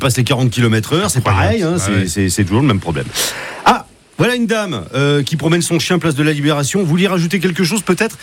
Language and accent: French; Saulieu, Bourgogne-Franche-Comté, France; Bah oui, parce que je suis de Saulieu, hein.